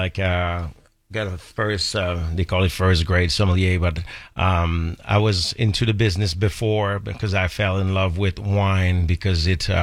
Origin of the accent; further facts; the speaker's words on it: Quebec City, Quebec, Canada; now in United States; So I'm from Canada. I'm from Quebec City, Canada. I ended up here in the U.S. Probably 10 years ago.